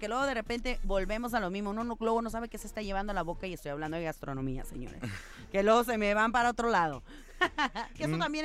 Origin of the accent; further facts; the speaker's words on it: Ensenada, Baja California, Mexico; somos de Ensenada